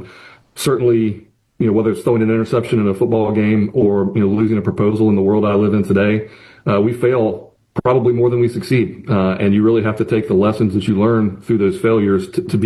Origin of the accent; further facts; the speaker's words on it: Salem, Virginia, United States; I'm from Salem, Virginia, and I'm the oldest of three.